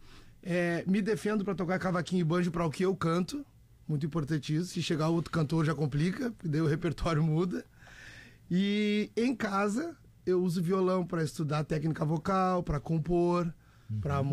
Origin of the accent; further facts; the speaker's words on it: Viamão, Rio Grande do Sul, Brazil; Unidos de Vila Isabel de Viamão, de onde eu sou oriundo